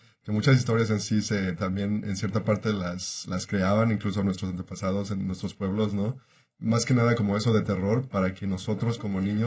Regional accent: Mexico; moved away; Yo, por ejemplo, pues crecí en México y, como estaba hablando en el programa anterior, yo trabajaba desde niño en el campo.

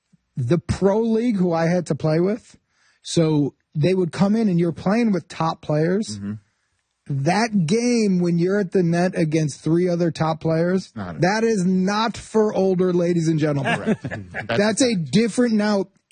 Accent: Evanston, Illinois, United States; From Evanston. Okay. Then in the end, Lincoln Park.

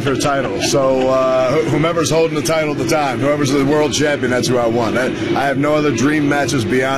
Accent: Maryland, United States; No, I'm actually from Maryland.

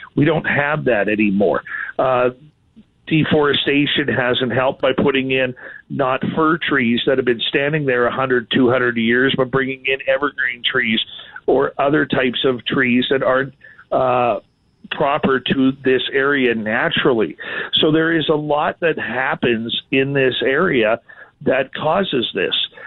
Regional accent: Canada; Yes, Walter, I'm Canadian

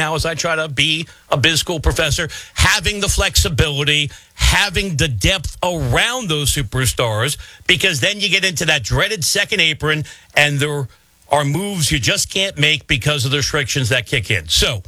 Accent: New York, United States; accent: New York; I know I over enunciate anyway just to hide my New York accent

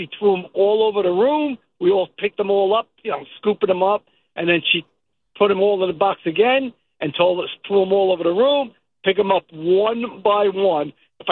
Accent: New York, United States; I went to a Catholic grammar school in the late 60s in Williamsburg, Brooklyn.

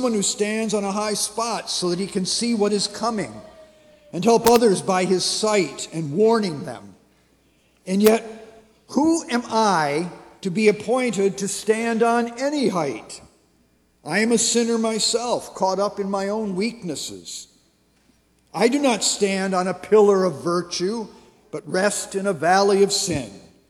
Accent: Pontiac, Michigan, United States; So we were all born and raised in the Pontiac-Waterford area.

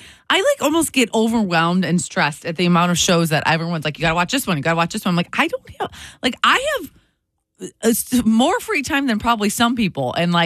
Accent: Michigan, United States; That's my home state.

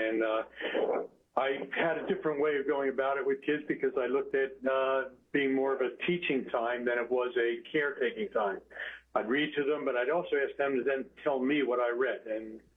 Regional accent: New Jersey, United States; And home is really up and down the New Jersey Turnpike as a young man or as a youngster.

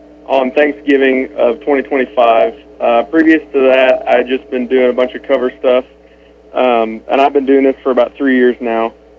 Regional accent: Warsaw, Missouri, United States; also born or lived in New Mexico / Texas; I'm from Warsaw, Missouri.

